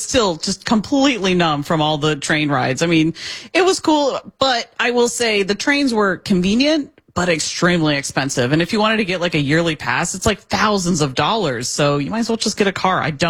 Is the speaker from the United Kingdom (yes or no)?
no; United States; So, I'm all American.